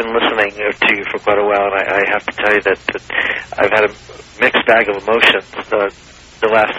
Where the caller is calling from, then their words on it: Las Vegas, Nevada, United States; in Las Vegas.